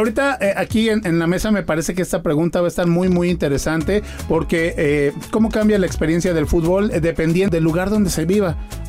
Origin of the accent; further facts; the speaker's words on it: Mexico; Lloré como mexicano